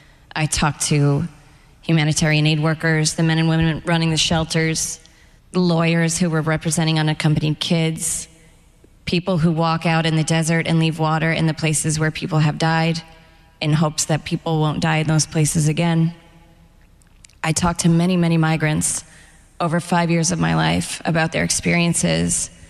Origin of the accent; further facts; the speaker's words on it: Gaithersburg, Maryland, United States; also born or lived in Spain / Ireland; now in New York, United States; And I was born in Spain, and we moved to all these different places before I was, you know, 6 or 7 years old. Then I grew up mostly in Gaithersburg, Maryland. Then I moved to Ireland for 2 years. Then I moved to New York.